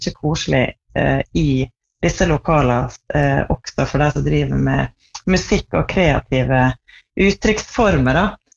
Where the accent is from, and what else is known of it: Tresfjorden, Møre og Romsdal, Norway; born or raised there